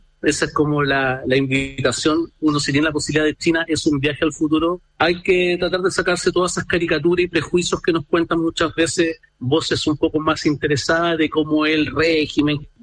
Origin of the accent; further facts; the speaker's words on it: Chile; nosotros como chilenos